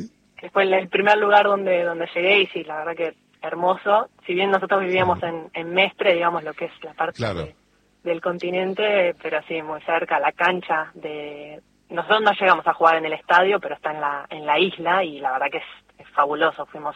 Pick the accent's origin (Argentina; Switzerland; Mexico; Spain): Switzerland; Geneva; Yo de chica, ya te digo, en Suiza, que pude arrancar a los 8 o 9 años, en un club de barrio, obviamente éramos un equipo de toda la zona